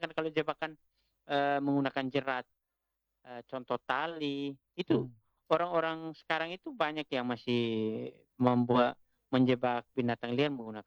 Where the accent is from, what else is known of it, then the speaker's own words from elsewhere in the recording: East Nusa Tenggara, Indonesia; Ya, ada satu istilah kami orang Atoni itu bahwa obat musuhnya itu dia anti perempuan. Kebanyakan leu orang Atoni itu dia anti perempuan.